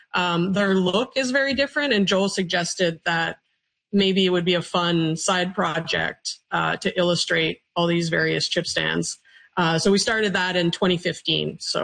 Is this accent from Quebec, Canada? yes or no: no; Sudbury, Ontario, Canada; moved away; Cause I'm originally from Sudbury.